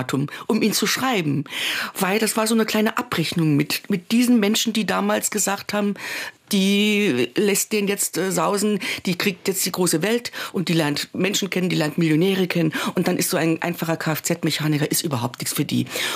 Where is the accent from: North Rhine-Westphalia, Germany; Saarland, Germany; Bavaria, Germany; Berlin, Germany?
Saarland, Germany; Nohfelden; also born or lived in Saarbrücken; wir sind also hier in Saarbrücken geboren. Die jüngste Schwester, da waren wir schon da, wo ich dann letztendlich aufgewachsen bin. Und das ist ein kleiner Ort in der Gemeinde Nohfelden. Da bin ich aufgewachsen und da bin ich geblieben bis heute. Und da werde ich auch bleiben.